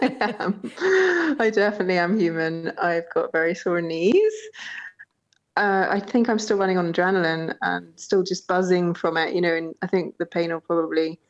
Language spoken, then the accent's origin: English; Scotland, United Kingdom; And doing something like this for me was also about being Scottish and showing how hardy we are.